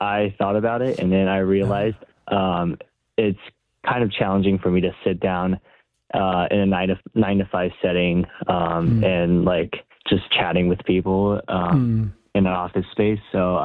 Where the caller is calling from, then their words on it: Tempe, Arizona, United States; Hi, I'm calling from Tempe, Arizona.